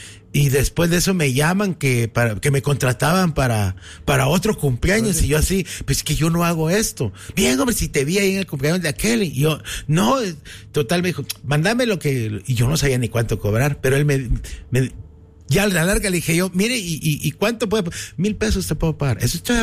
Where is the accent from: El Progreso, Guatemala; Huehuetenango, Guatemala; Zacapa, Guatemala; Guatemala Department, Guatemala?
Zacapa, Guatemala; Por ser de Zacapa, me ha gustado contar cuentos, chistes, historias.